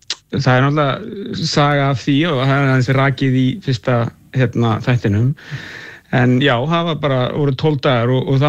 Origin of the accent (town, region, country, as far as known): Capital Region, Iceland; born or raised there